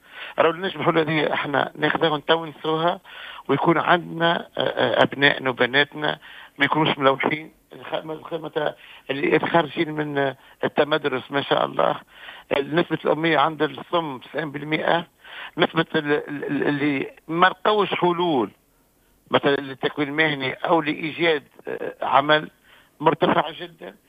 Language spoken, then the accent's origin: Arabic; Tunisia; عندنا في تونس